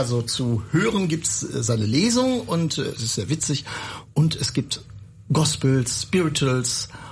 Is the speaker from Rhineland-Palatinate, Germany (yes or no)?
yes; Linz am Rhein, Rhineland-Palatinate, Germany; Also meine Heimatstadt, Linz am Rhein.